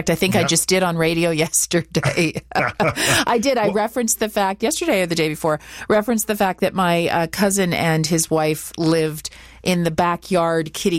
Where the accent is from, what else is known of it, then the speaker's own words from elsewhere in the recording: Listowel, Ontario, Canada; So I grew up in Listowel, and so one of the activities that you did as part of your, I think it was grade 11 or grade 12 phys ed class, was to go to the curling rink